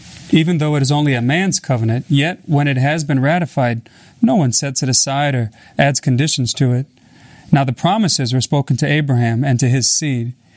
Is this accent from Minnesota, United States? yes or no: yes; Minnesota, United States; We have a four-year-old son named Josiah, and we come from Minnesota.